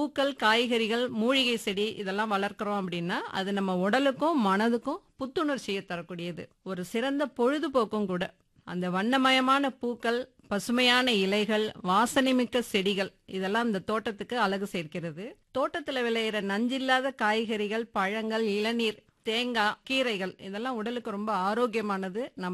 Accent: Thiruvanaikaval, Tamil Nadu, India; born there; நம்ம திருவானைக்காவல் தான்.

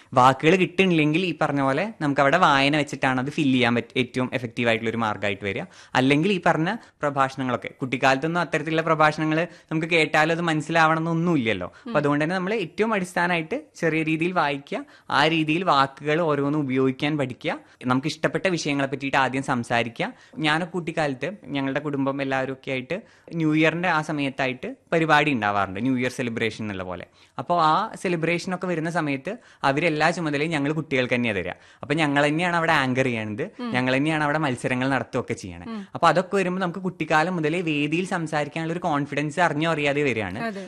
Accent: Poolamanna, Kerala, India; born or raised there

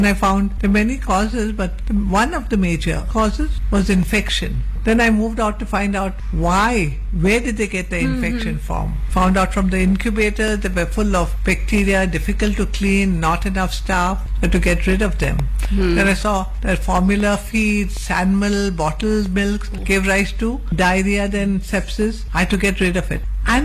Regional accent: Karnataka, India; they were surprised that I could even speak English because I came from Karnataka, wondering which part I came from.

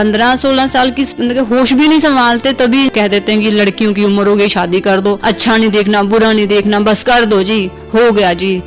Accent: Amritsar, Punjab, India; born there; जी मेरा जन्म अमृतसर में हुआ है, और हालात ऐसे हो गए थे कि बचपन का तो पता ही नहीं चला

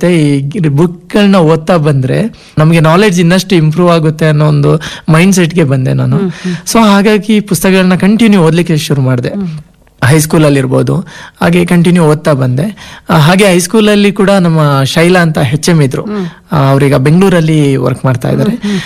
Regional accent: Vitla, Karnataka, India; born there; now in Madikeri, India; ನನ್ನ ಸ್ವಂತ ಊರು ಪುತ್ತೂರು ತಾಲೂಕಿನ ವಿಟ್ಲ. ವಿಟ್ಲದಲ್ಲಿ ಕನ್ಯಾನ ಅಂತ ಒಂದು ಗ್ರಾಮ ಇದೆ. ಆ ಗ್ರಾಮದಲ್ಲಿ ನಂದರಬೆಟ್ಟು ನನ್ನ ಸ್ವಂತ ಊರು. ಅಲ್ಲಿಂದ ನನ್ನ ಮನೆಯವರು ಈಗ ಕೊಡಗಿನ ಮಡಿಕೇರಿಯ ಗಾಳಿಬೀಡಲ್ಲಿ ನೆಲೆಸಿದ್ದಾರೆ.

